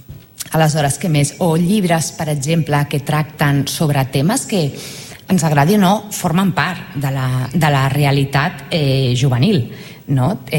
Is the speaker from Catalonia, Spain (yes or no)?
yes; Santa Perpètua de Mogoda, Catalonia, Spain; Jo que sóc de Santa Perpètua de la Moguda, un poblet al costat de Sabadell, home, doncs no m'hi sentia representada en aquest sentit.